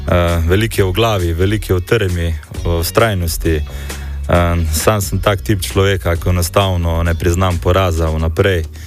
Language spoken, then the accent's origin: Slovenian; Velenje, Savinja, Slovenia; prihajam iz Velenja